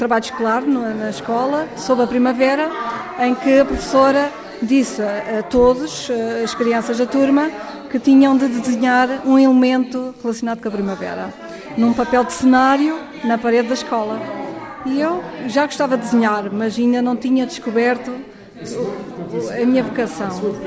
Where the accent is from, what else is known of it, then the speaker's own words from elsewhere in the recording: Lisbon, Portugal; born there; Sou natural de Lisboa, mas sou uma neta da terra, da Póvoa.